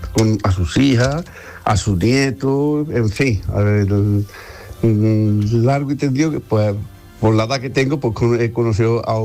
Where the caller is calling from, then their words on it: Casariche, Andalusia, Spain; En la feria de mi pueblo, Casariche